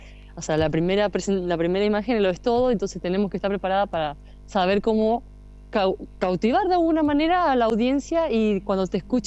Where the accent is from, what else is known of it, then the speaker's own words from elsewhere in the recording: Río Gallegos, Santa Cruz, Argentina; Nacida y criada, como diríamos nosotros.